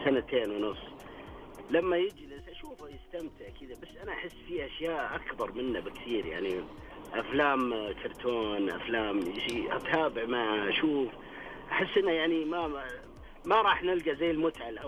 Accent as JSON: {"language": "Arabic", "town": "Riyadh", "region": "Riyadh Province", "country": "Saudi Arabia", "tie": "born or raised there", "said": "ايه في الرياض."}